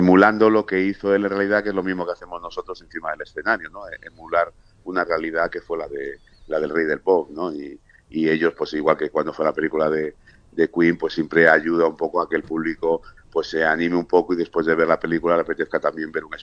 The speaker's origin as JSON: {"language": "Spanish", "town": "Valladolid", "region": "Castile and León", "country": "Spain", "said": "Somos de aquí, de Valladolid."}